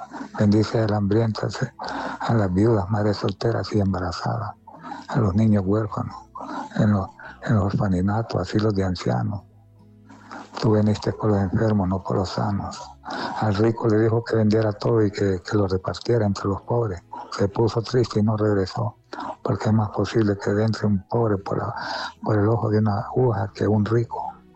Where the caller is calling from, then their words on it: Honduras; Del barrio de La Cabaña.